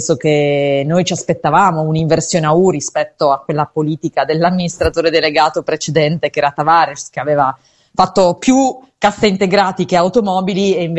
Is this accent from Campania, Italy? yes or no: no; Turin, Piedmont, Italy; lo dico anche da torinese